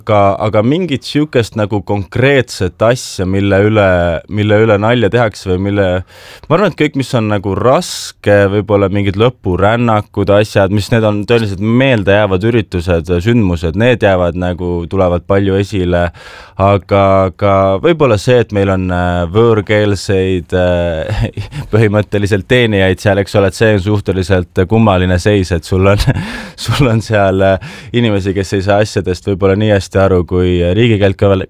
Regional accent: Saare County, Estonia; Ma olen Saaremalt pärit

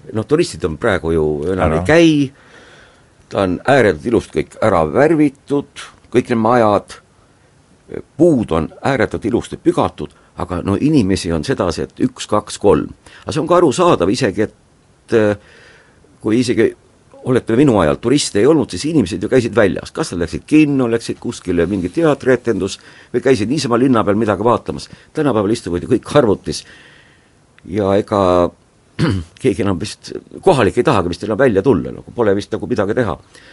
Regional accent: Haapsalu, Lääne County, Estonia; Mina olen alati väga uhke selle üle, et ma olen Haapsalust ja just nimelt väike linnast.

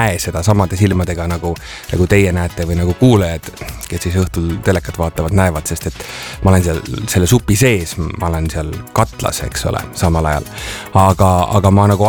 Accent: Pärnu, Pärnu County, Estonia; Tiiu, tead, kus ma olen kasvanud? Ma olen kasvanud Pärnu rannarajoonis.

